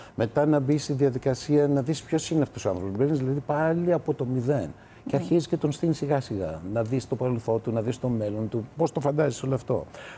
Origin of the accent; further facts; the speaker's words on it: Greece; και λέω, α, γι' αυτό είμαι Έλληνας προφανώς, γιατί δονείται κάτι μέσα μου που με συγκινεί.